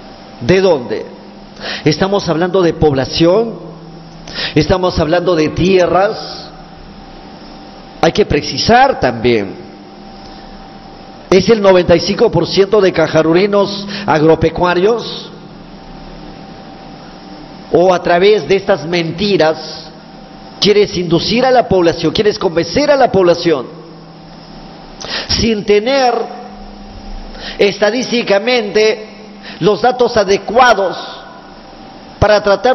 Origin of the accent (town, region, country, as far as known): Amazonas, Peru